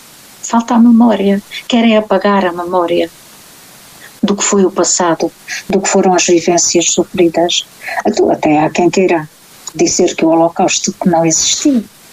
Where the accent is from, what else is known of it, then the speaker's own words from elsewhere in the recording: Portugal; born there; moved away; Eu sei o que era Portugal, sei o que era a minha terra, a minha aldeia, sei o que ela era no meu tempo de jovem criança e quando de lá saí, e sei o que ela é hoje quando lá volto.